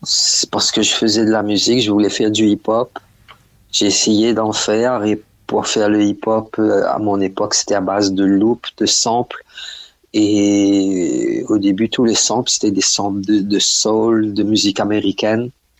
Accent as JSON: {"language": "French", "country": "Réunion", "moved": "as an adult", "said": "c'est quand j'ai quitté La Réunion pour aller à l'armée."}